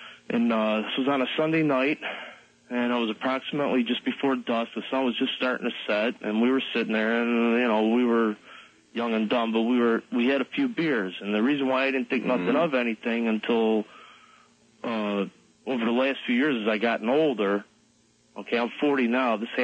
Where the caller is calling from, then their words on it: New York, United States; I'm calling from Western New York.